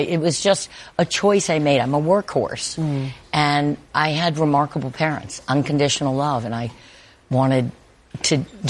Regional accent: New Orleans, Louisiana, United States; I grew up in New Orleans.

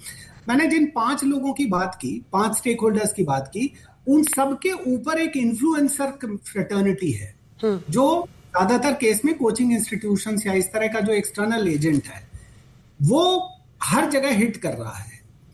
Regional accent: Uttar Pradesh, India; मैं तो उत्तर प्रदेश से आता हूँ, तो एक जमाने में आईआईटी कानपुर को हम लोग मानते थे कि हिंदुस्तान का बेस्ट आईआईटी है

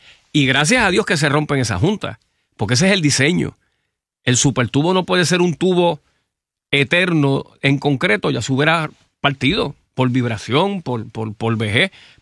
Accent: Puerto Rico; tú y yo que nos criamos por Coupé y dimos vueltas sí. Por allí y después tú te fuiste para Country.

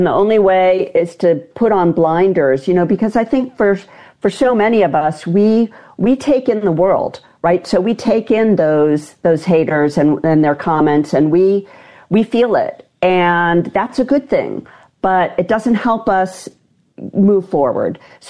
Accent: Cleveland, Ohio, United States; moved away as an adult; also born or lived in Vassar, New York / Berkeley, California; now in San Francisco, United States; I grew up in Cleveland, Ohio.

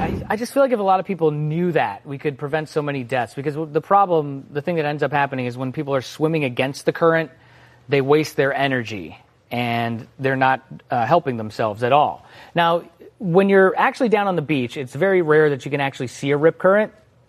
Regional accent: Rhode Island, United States; You know, growing up, I grew up in Rhode Island.

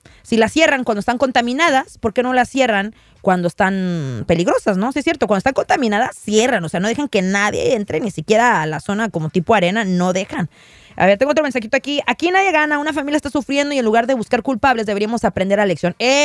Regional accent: Rosarito, Baja California, Mexico; yo soy de Rosarito, Baja California.

